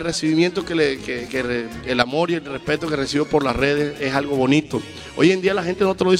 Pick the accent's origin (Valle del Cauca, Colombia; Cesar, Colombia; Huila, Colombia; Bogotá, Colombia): Cesar, Colombia; Valledupar; decirle a Valledupar que me contraten, si es que yo soy asequible. Yo quiero cantar en mi tierra.